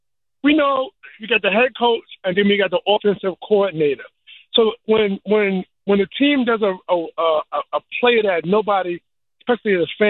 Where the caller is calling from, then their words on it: New York, United States; as a New Yorker